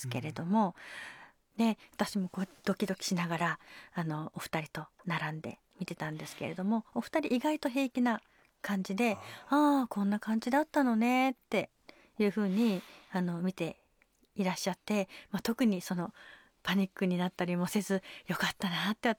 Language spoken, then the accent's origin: Japanese; Fujisawa, Kanagawa, Japan; こんにちはって、神奈川県藤沢市から来ましたっ っていうふうにお話をして、まあ藤沢からそんな遠いところから来てくれたのみたいな